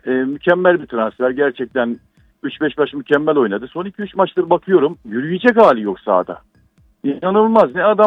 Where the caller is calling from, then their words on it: Istanbul, Turkey; İstanbul'dan arıyorum.